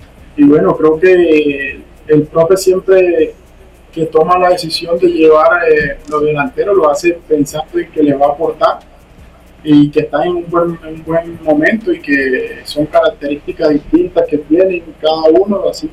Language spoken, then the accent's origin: Spanish; Colombia; moved away as an adult; now in Mexico; nosotros como colombianos nos sentimos orgullosos